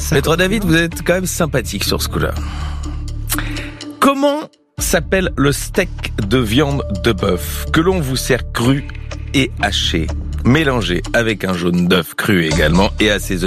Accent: Belgium; Et comme on est belge, les frites, c'était le vendredi.

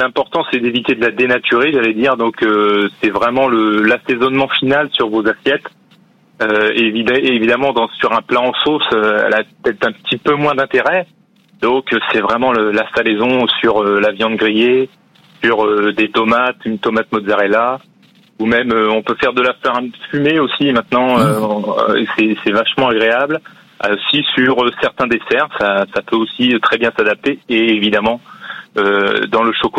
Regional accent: Batz-sur-Mer, Pays de la Loire, France; Ah oui, moi je suis né dedans, j'allais dire. Je suis issu de Bas-sur-Mer.

